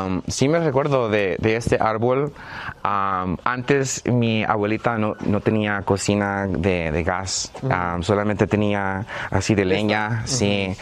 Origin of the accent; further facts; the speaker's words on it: New Jersey, United States; moved away as an adult; now in El Salvador; soy salvadoreño, pero sí soy de New Jersey.